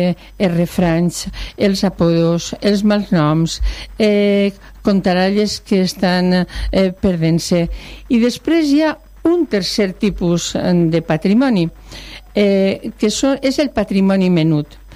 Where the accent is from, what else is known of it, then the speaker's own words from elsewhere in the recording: Albaida, Valencian Community, Spain; sempre ha sigut de Albaida, exceptuant els expòsits que vaig passar a la vall, sempre m'he quedat en el meu poble, d'ahí que tinga